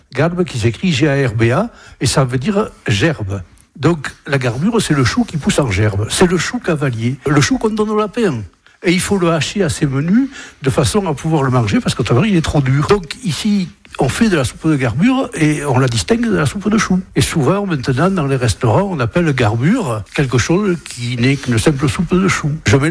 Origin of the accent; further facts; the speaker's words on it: Nouvelle-Aquitaine, France; accent: Gascon; Je suis d'Acois à l'origine, donc forcément gascon capetout, comme on dit.